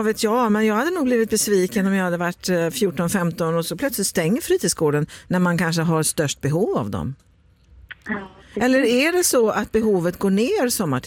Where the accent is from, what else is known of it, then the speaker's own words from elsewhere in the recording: Västra Götaland County, Sweden; Jag kommer ihåg när jag var liten så växte jag upp en bit utanför Uddevalla